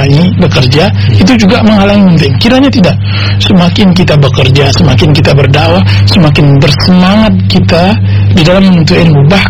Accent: West Sumatra, Indonesia; kami kebetulan ibu sekampung ya.

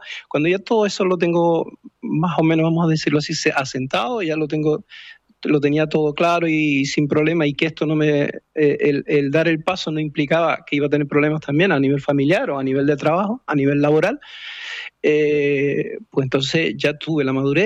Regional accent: Canary Islands, Spain; moved away; cuando vine de La Gomera, estudié en el Padre Ancheta. Entonces, para diferenciarme del resto, todo el mundo

